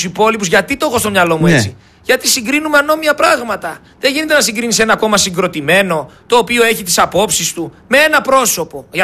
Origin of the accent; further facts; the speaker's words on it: Macedonia, Greece; Είμαι Μακεδόνας. Με έχει πονέσει ιστορία με τη Συμφωνία των Πρεσπών